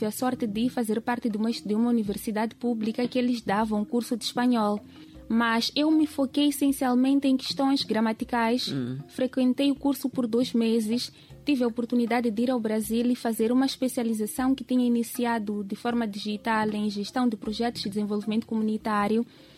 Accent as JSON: {"language": "Portuguese", "country": "Mozambique", "said": "Eu creio que nós, enquanto moçambicanos"}